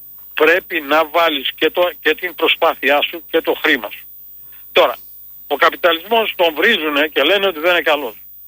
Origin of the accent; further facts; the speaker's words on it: Greece; moved away as an adult; Μεγάλωσα στην Ελλάδα και έφυγα στα 25 μου.